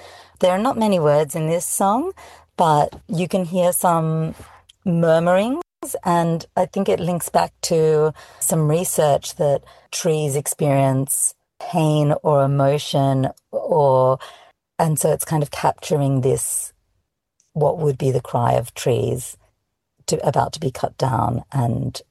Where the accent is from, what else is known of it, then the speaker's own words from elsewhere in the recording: Australia; And obviously, as an Australian, many of us live on the coastline and have this deep longing to return to the ocean.